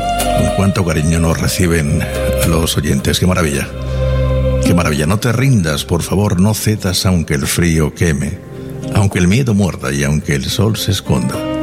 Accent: Granada, Andalusia, Spain; accent: granadino; los primeros dientes de leche me salieron en Granada, ¿eh? Granada.

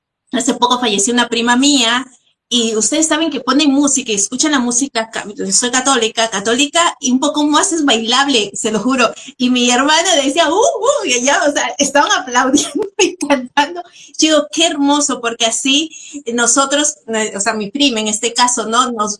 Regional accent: Peru; yo soy de Perú, o sea, hay vecinitas, yo fui a Brasil también

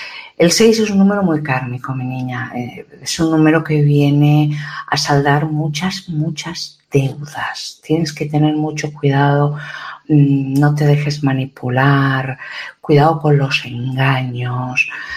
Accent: Ukraine; Por lo menos en mi país de Ucrania, pues básicamente no se dice nada

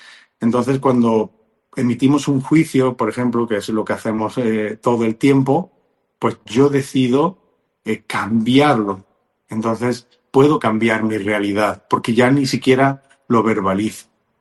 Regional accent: Spain; now in Mexico; pues desde aquí, desde México, aunque soy de España, pero resido aquí en México

